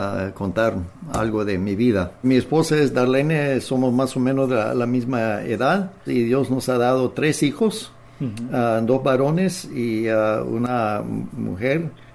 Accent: Saskatchewan, Canada; Spanish is a second language; moved away as an adult; also born or lived in Nicaragua / Manitoba; Ambos somos de el área de, bueno, de la provincia de Saskatchewan, cerca de la ciudad de Swift Current. Y ahí nos casamos y estuvimos el primer año de nuestra vida de casado en Swift Current.

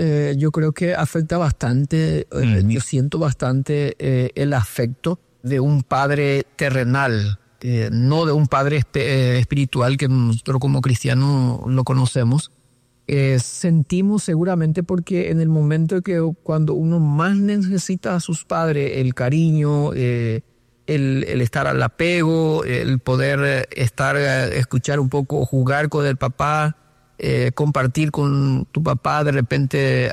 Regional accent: San Pedro, Paraguay; born there; also born or lived in Asunción; Yo nací en el departamento de San Pedro, sería en este caso. Nací, soy paraguayo

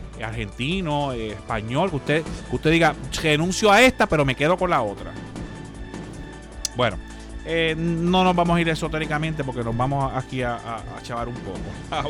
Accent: Puerto Rico; pues yo digo, soy puertorriqueño.

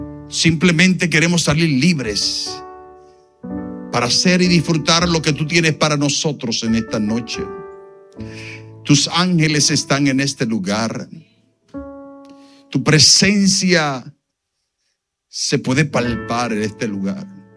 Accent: Puerto Rico; now in Elizabeth, United States; Y aunque soy puertorriqueño, no hablo como puertorriqueño porque llevo 45 años en Estados Unidos o más

